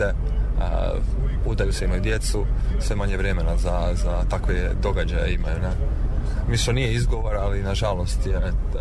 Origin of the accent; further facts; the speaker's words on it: Bjelovar, Bjelovar-Bilogora County, Croatia; U Bjelovaru, ja sam inače iz Bjelovara, tako sam nakon faksa se vratio nazad